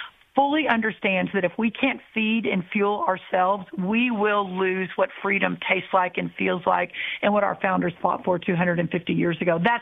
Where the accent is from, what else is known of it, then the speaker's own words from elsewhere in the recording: Texas, United States; Well, I'm from a red state. I'm from Texas.